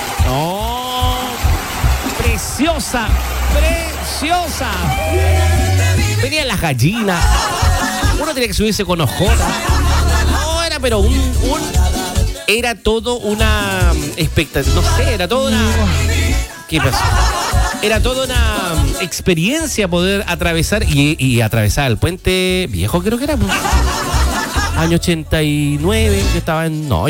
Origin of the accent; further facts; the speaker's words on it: Chile; como chilenos que somos, aquí en la base energética de Chile.